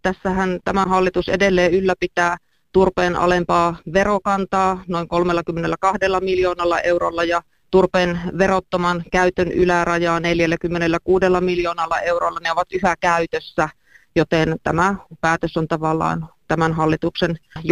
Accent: North Ostrobothnia, Finland; Siellä meillä Pohjois-Pohjanmaalla

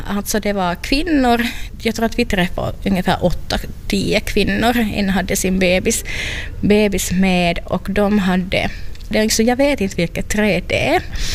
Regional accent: Finland; det blev lite sådär högkurs av olika saker som vi finländare ville sen köpa från henne.

